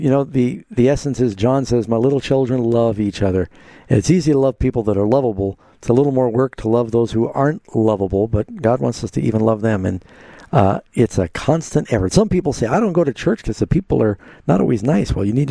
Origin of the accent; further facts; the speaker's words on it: United States; now you're asking me as an American